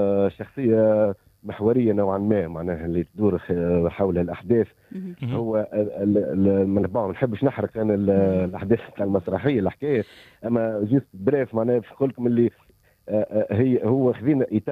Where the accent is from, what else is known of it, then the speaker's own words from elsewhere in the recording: Tunisia; عشناها احنا التوانسة الكل